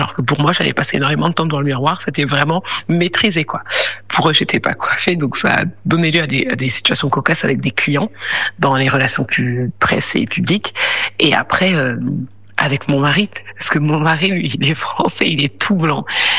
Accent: Paris, Île-de-France, France; moi je suis originaire du Congo, j'ai vécu toute ma vie à Paris, j'ai très peu été en lien avec mon pays d'origine, j'ai dû y aller quand j'étais petite évidemment

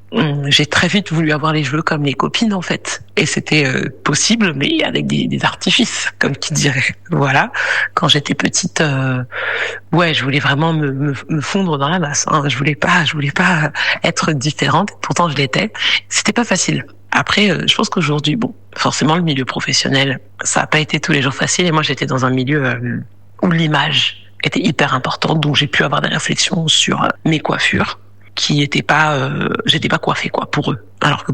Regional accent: Paris, Île-de-France, France; moi je suis originaire du Congo, j'ai vécu toute ma vie à Paris, j'ai très peu été en lien avec mon pays d'origine, j'ai dû y aller quand j'étais petite évidemment

